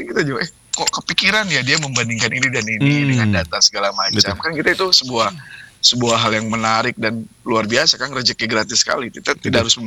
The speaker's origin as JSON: {"language": "Indonesian", "town": "Bandung", "region": "West Java", "country": "Indonesia", "said": "kita mungkin juga sebagai warga Kota Bandung"}